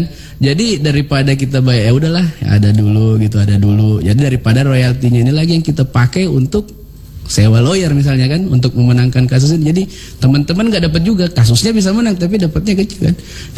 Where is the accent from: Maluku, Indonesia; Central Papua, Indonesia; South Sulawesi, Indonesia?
South Sulawesi, Indonesia; Makassar; kalau kita dulu mau keluar daerah dari saya dari Makassar mau ke ada event di Jawa atau keluar negeri